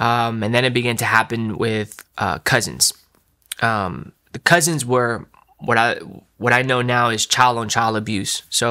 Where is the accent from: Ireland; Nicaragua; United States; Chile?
Nicaragua; I remember growing up in Nicaragua. And it was amazing. It was beautiful. You know, it's a third world country.